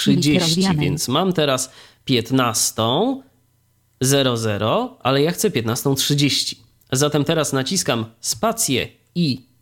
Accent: Iława, Warmian-Masurian Voivodeship, Poland; Czyli moje rodzinne miasto.

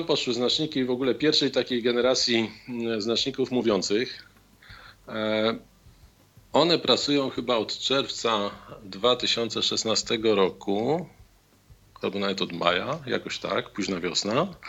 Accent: Warsaw, Masovian Voivodeship, Poland; nie w Warszawie, skąd jestem

